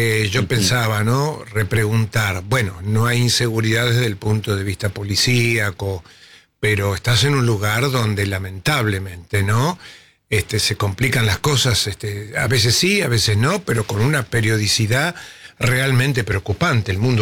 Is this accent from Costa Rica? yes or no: no; Argentina; Y a veces somos argentinos.